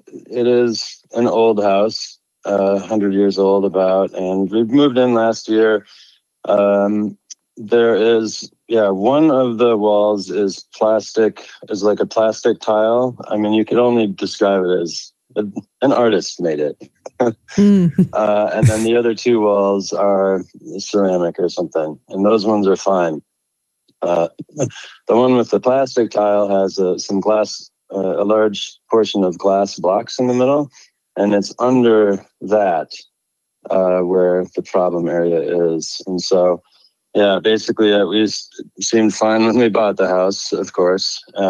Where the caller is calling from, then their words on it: Minneapolis, Minnesota, United States; I'm from Minneapolis, Minnesota.